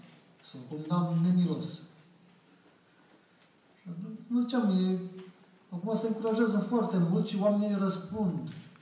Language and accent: Romanian; Romania